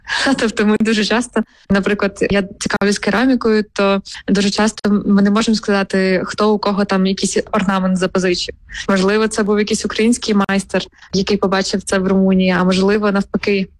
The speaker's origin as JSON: {"language": "Ukrainian", "region": "Chernivtsi Oblast", "country": "Ukraine", "tie": "born or raised there", "said": "тому що це моя мала батьківщина"}